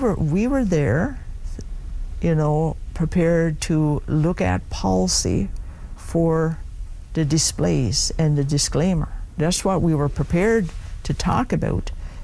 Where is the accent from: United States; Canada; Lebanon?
Canada; Makkovik, Newfoundland and Labrador; I'm from Northern Labrador. I'm born and raised in Mokovic. I am a member of Nunatsivut Inuit. I'm mixed heritage. But I consider myself as Indigenous.